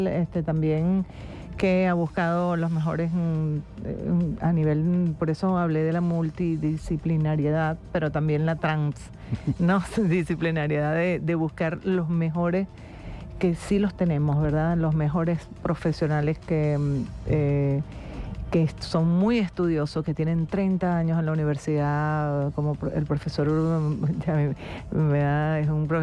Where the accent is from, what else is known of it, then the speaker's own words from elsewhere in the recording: Venezuela; todos somos venezolanos, ¿no?